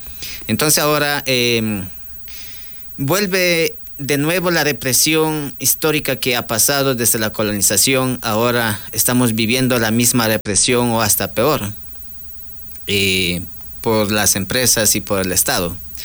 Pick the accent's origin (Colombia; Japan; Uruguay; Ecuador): Ecuador; Napo; soy presidente de la comunidad Quichua Ancestral, Zaguata y la San Clemente Chucapi, pertenecientes al cantón Carlos Julio de Osamena de la provincia de Napo